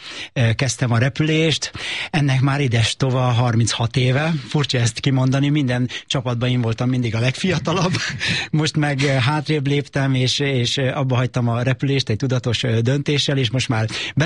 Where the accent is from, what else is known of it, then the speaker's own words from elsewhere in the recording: Szeged, Csongrád-Csanád, Hungary; Szegeden nőttem föl, és ott egy erős gimnáziumba jártam